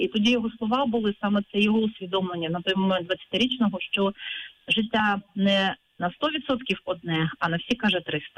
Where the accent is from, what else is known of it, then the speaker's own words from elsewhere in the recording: Torez, Donetsk Oblast, Ukraine; born there; moved away as an adult; also born or lived in Mariupol / Berdiansk; народилася в Торезі Донецької області, але, ну, умовно, теж Донеччина, а проживала в Маріуполі з 98-го року після завершення інституту.